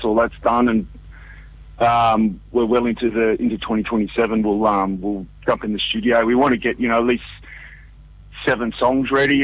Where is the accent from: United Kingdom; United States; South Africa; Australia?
Australia; Sydney, New South Wales; now in Waikato, New Zealand; I'm originally from Sydney. But we all sort of moved down here without knowing each other